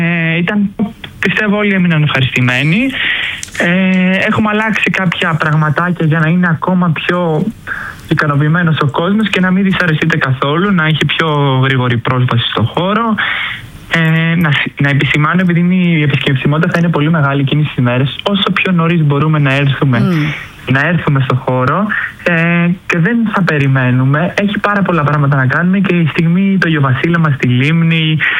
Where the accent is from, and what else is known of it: Greece